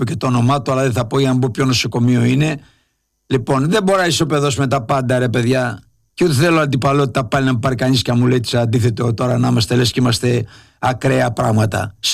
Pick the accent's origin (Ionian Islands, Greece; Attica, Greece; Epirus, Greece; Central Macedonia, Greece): Ionian Islands, Greece; Englouvi; Εγώ είμαι από την Εγκλουβή εκεί που βγάζουν τη φακή δίπλα την Καριά.